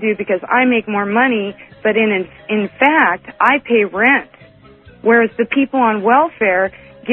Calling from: Renton, Washington, United States

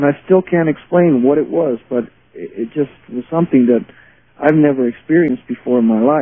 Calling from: California, United States; I'm calling from California.

